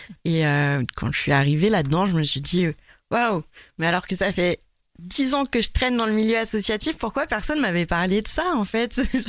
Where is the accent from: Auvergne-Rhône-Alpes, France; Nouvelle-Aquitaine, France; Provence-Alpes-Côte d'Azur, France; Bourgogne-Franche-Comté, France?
Provence-Alpes-Côte d'Azur, France; Je viens du Var, du centre Var. Et en fait, chez mes parents, on ne captait vraiment pas de radio locale.